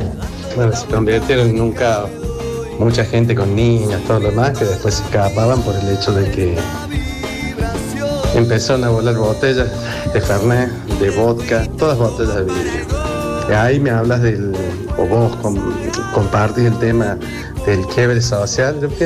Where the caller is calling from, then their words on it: Alta Gracia, Córdoba, Argentina; de Altagracia.